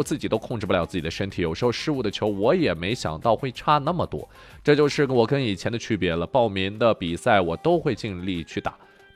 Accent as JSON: {"language": "Chinese", "country": "China", "said": "作为中国人，其实很不想互相对到一块儿的"}